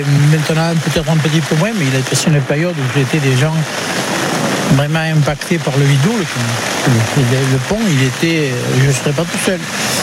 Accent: Sommières, Occitanie, France; also born or lived in Nîmes; Je ne suis pas né à Sommières. Je suis né à Nîmes, mais j'ai passé toute ma jeunesse à Sommières et toute ma retraite.

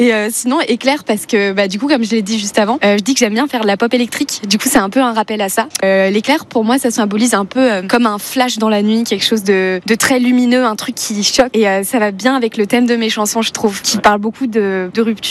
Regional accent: Lyon, Auvergne-Rhône-Alpes, France; je suis lyonnaise moi.

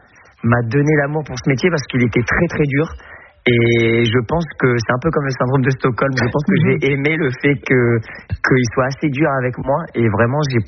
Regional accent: Normandy, France; moved away as an adult; also born or lived in Alençon; je suis extrêmement fier d'être normand parce qu'en fait toute ma famille est là-bas. Donc moi je suis né à Alençon et après j'ai vécu toute ma jeunesse dans le Perche

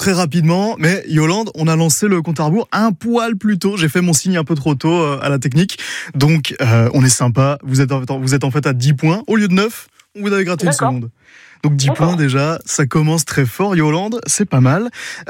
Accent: Brest, Brittany, France; moi-même, je suis de Brest.

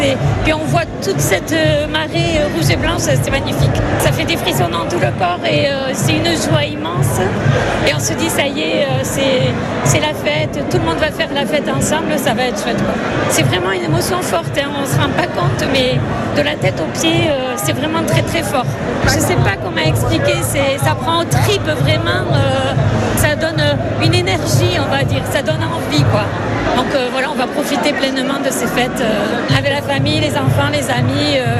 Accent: Bayonne, Nouvelle-Aquitaine, France; born there; Moi, je suis bayonnaise, je suis née à Bayonne, j'ai toujours fait les fêtes de Bayonne.

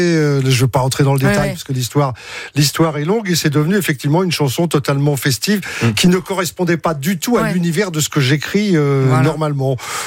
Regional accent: Paris, Île-de-France, France; Parce que moi, je suis un parigot.

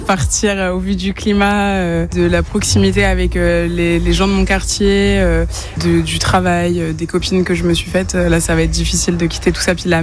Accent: Nancy, Grand Est, France; moved away as an adult; now in Nice, France; Je me suis retrouvée ici pour poursuivre mes études, pour devenir institutrice. Je viens de Nancy.

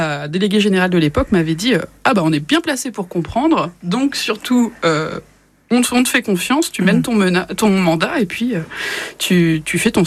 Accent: Trélazé, Pays de la Loire, France; moi je viens de Trélazé, dans le Maine-et-Loire.

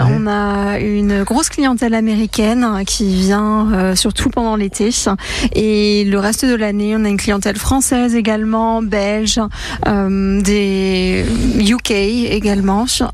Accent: Grand Est, France; j'ai décidé de revenir un petit peu dans ma région natale, et il y avait le projet du Royal Champagne qui a ouvert à ce moment-là.

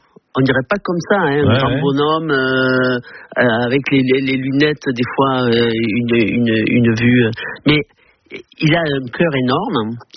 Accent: Gascony, France; Quand j'étais jeune en Gascogne, c'était vraiment l'entreprise du coin qui comptait. Quand ils venaient au restaurant chez mes parents

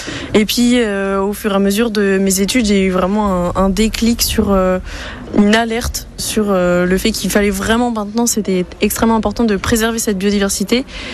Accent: Brest, Brittany, France; J'ai grandi à Brest

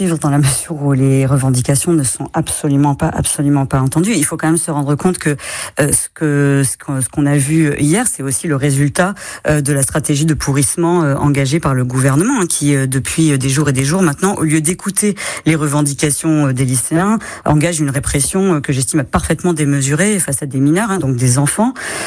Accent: Occitanie, France; chez nous en Occitanie

